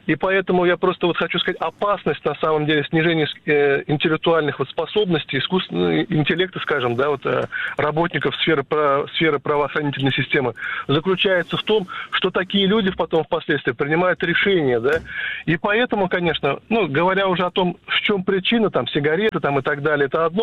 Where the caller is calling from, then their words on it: Kazan, Tatarstan, Russia; я из Казани